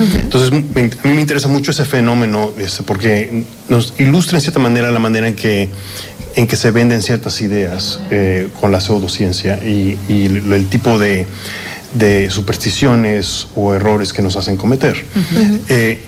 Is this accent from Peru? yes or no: no; Mexico; moved away as an adult; also born or lived in United States; soy artista mexicano que ha trabajado en Estados Unidos por muchos años.